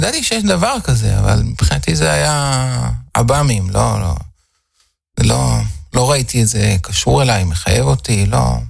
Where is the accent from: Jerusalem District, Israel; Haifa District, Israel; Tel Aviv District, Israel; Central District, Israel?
Central District, Israel; Ra'anana; אני גדלתי ברעננה.